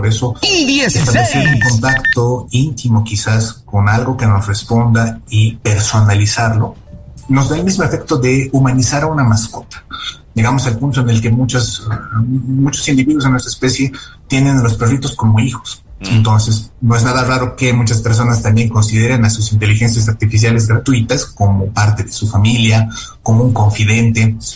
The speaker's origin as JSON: {"language": "Spanish", "country": "Bolivia", "said": "como bolivianos, deberíamos preguntarnos cuál es el rol de nuestras universidades en esto."}